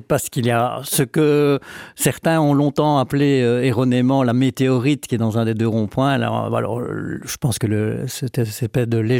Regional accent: Chèvremont, Bourgogne-Franche-Comté, France; Moi, étant plus âgé, j'en ai connu encore dans mon enfance à Chèvremont notamment.

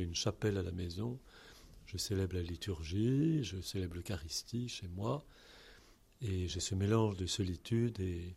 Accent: Rome, Lazio, Italy; born there; Je suis né à Rome en 1959 et j'ai fait mes études à Paris

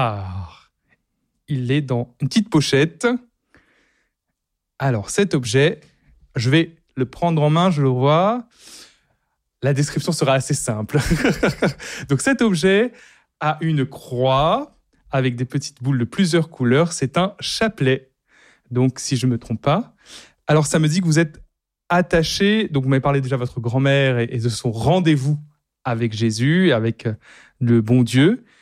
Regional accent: Réunion; moi je suis de La Réunion

